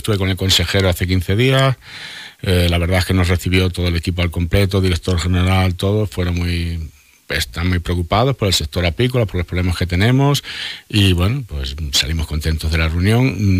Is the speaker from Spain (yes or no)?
yes; Valero, Castile and León, Spain; Yo soy de Valero, como todo el mundo sabe.